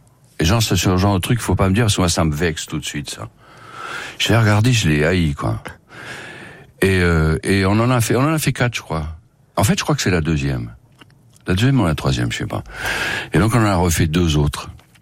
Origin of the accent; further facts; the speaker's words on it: France; on est français